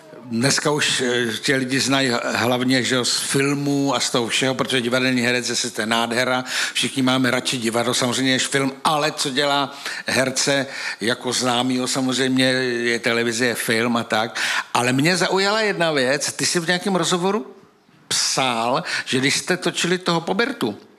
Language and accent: Czech; Moravia, Czechia; já jsem taky z Moravy a taky to člověk má chycený